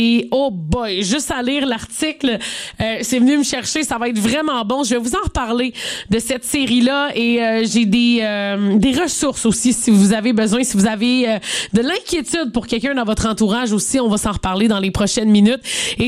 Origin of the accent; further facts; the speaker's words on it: Quebec, Canada; ici chez nous au Québec